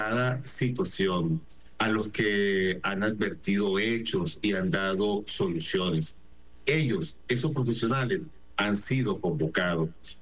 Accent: Venezuela

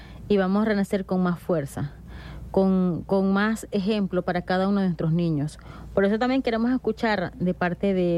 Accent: Venezuela; no solamente como venezolana, sino también como hermanos del pueblo guayú.

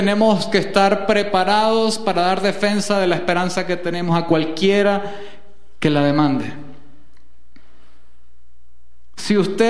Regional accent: Venezuela; Como venezolanos tenemos muchos traumas en común acumulados

